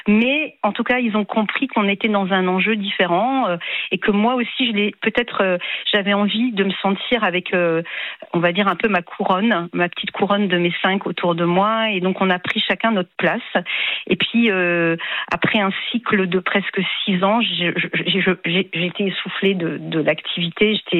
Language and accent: French; Grand Est, France; Alors, je suis vraiment originaire d'Alsace.